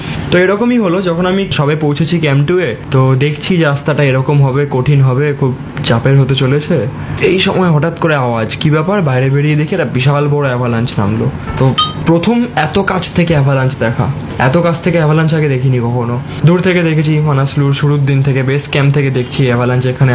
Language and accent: Bangla; India; আমি first Indian যে বিশ্বের সর্বোচ্চ আগ্নেয়গিরি ওহোজ দেল সালাদো মাথায় আমি ভারতের জাতীয় সঙ্গীত দিয়েছিলাম